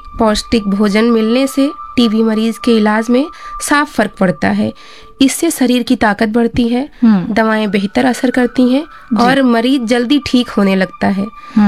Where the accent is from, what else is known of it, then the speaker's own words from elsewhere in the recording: Gonda, Uttar Pradesh, India; मैं गोंडा नगर से हूँ